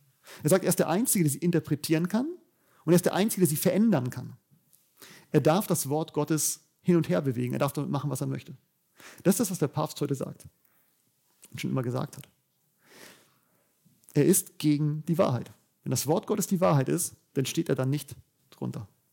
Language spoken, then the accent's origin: German; Bavaria, Germany; ich komme aus Bayern